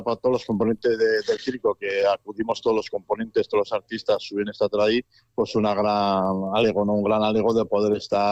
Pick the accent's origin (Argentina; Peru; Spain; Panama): Spain; Basque Country; sí que es un orgullo venir a Astenagusia diciendo que somos gente del País Vasco, que decimos del País Vasco